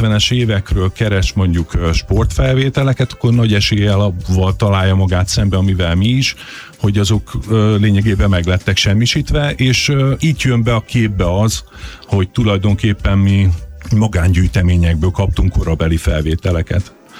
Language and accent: Hungarian; Budapest, Hungary; Én egy csepeli átlagos családból származom